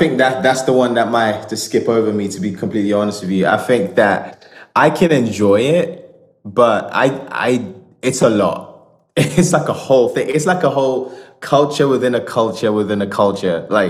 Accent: Nigeria; also born or lived in United Kingdom; You know, I lived in the UK for 18 years. I'm also Nigerian, so Nigerian humor is very like outlandish

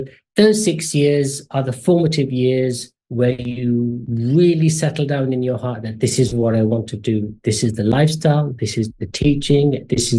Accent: London, United Kingdom; also born or lived in Kenya; So I was born in Kenya. My family moved to England after East Africa gained its independence. And I was raised most of my life in Northwest London, where my family, although now engrossed in work and British life, wanted to maintain a Hindu culture, an Indian culture.

